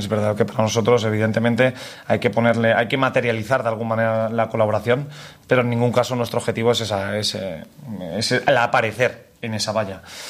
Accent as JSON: {"language": "Spanish", "town": "Valencia", "region": "Valencian Community", "country": "Spain", "said": "yo no soy de Alcoy, soy de Valencia"}